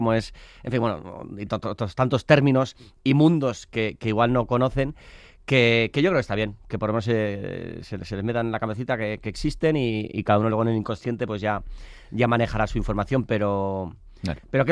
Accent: Basque Country, Spain; Soy vasco, sí, todo el mundo lo rodaje, ¡ay, qué frío! Pero si eres vasco, si eres del norte, que soy tan vasco como friolero, que conste en acta.

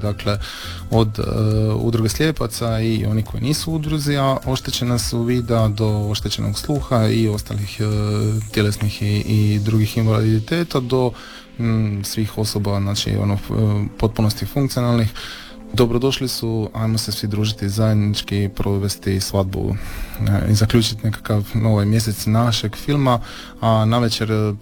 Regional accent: Pašman, Zadar County, Croatia; Otok je posebna ono, i jedna mala živuća zajednica, ja isto dolazim sa Pašmana

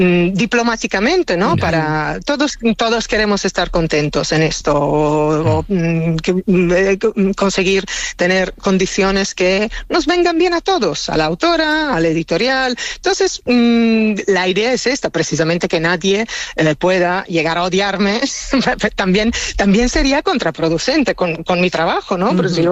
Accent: Italy; Spanish is a second language; Mira, hay algo que me gusta mucho de España, y yo soy italiana

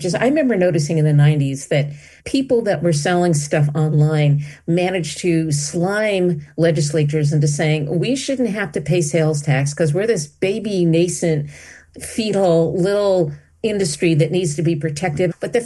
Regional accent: Pasadena, California, United States; they can get them from my hometown bookstore in Pasadena called Vromans

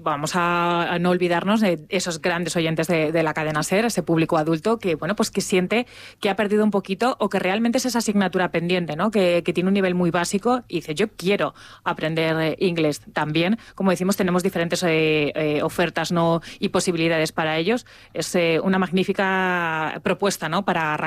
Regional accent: Spain; Seguimos siendo los españoles en general, bueno, esos grandes tímidos, ¿no?

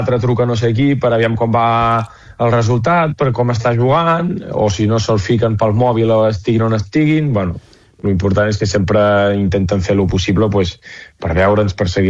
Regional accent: Vic, Catalonia, Spain; jo soc de Vic

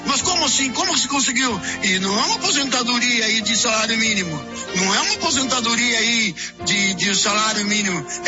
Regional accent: Colombo, Paraná, Brazil; Eu venho ali de Colombo, ali.

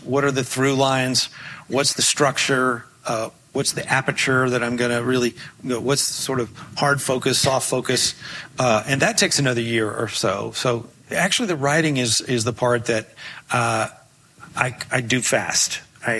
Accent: Memphis, Tennessee, United States; moved away; my time growing up in Memphis

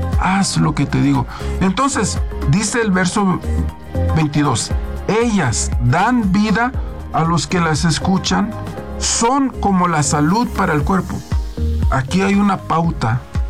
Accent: Guanajuato, Mexico; A mí me gusta mucho la banda porque soy de Guanajuato.

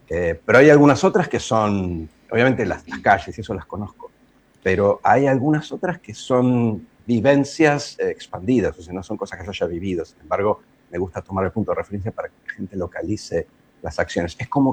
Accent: Buenos Aires, Argentina; born or raised there

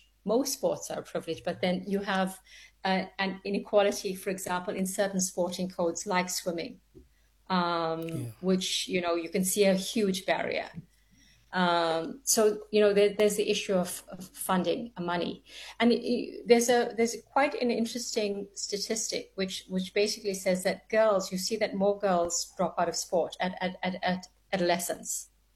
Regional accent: South Africa; as a South African woman

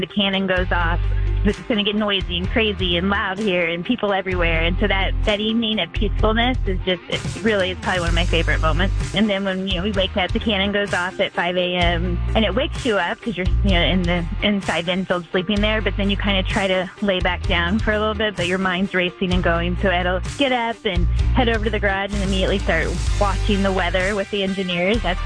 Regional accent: United States; as an American

